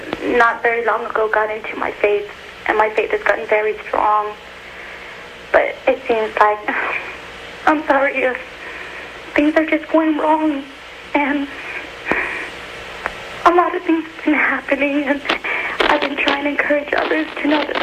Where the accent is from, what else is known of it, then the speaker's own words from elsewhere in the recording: Fresno, California, United States; I'm from Fresno.